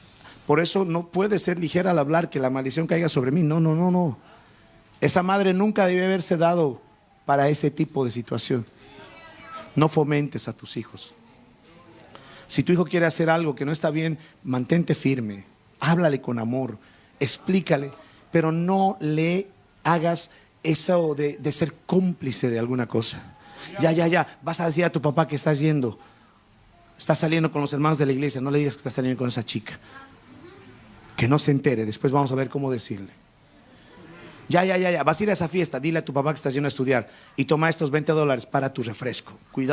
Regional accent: Bolivia; ahorita en mi país, estamos en una situación caótica.

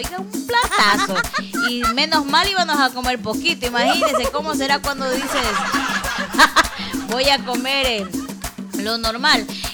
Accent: Ecuador; Siempre encontramos la manera de sacarle una sonrisa a la vida. Así somos los ecuatorianos.

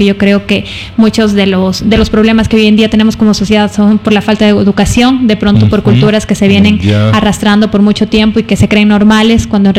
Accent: Loja, Ecuador; also born or lived in Toronto, Canada; Nací en Loja, en el cantón Loja, en la parroquia San Sebastián.

